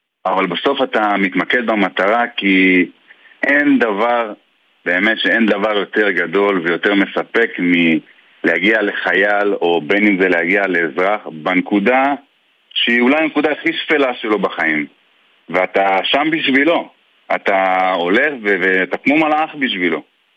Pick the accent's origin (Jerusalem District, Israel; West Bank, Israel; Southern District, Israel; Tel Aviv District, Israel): Jerusalem District, Israel; Beit Shemesh; זה האירוע שהיה לנו בבית שמש, שנפל הטיל על מקלט, שזה בעצם אזור פסטורלי, אזור שכולנו מכירים, אזור שגדלתי בו